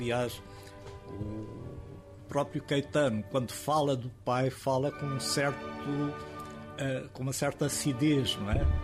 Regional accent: Goa, India; as primeiras histórias serem sobre a minha infância e primeira juventude em Goa fizeram-me renascer esse interesse por contar uma história goesa

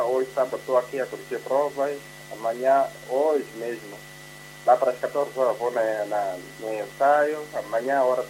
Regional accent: Caia, Sofala, Mozambique; moved away; a família que está lá na minha terra em Caia

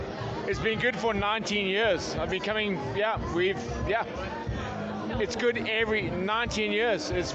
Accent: Eswatini; I'm from Eswatini.

